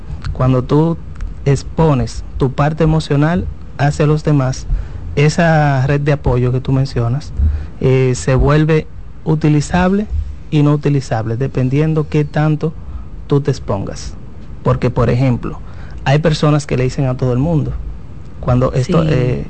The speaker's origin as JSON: {"language": "Spanish", "country": "Dominican Republic", "said": "como dominicanos que somos muy afectivos"}